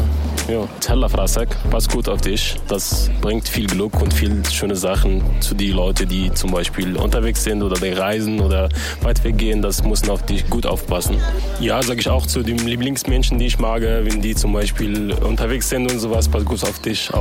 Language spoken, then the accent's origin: German; Morocco; first language Moroccan Arabic; German is a second language; moved away as an adult; now in Dortmund, Germany; Ich komme aus Marokko. Ich liebe hier in der Stadt Dortmund. Meine Muttersprache ist Marokkanisch. Ist ein Dialekt von Arabisch.